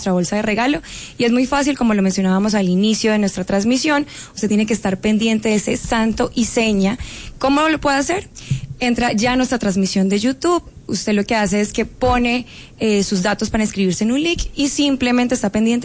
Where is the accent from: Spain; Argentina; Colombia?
Colombia; San Andrés, Providencia and Santa Catalina; mi tierra, San Andrés y Providencia